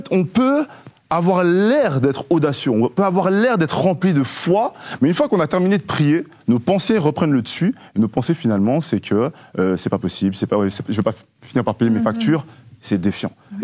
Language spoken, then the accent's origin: French; Switzerland; Je suis suisse